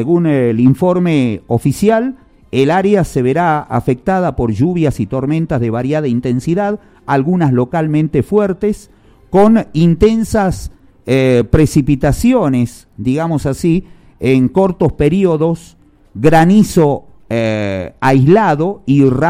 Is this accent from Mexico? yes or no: no; Argentina; somos hipócritas los argentinos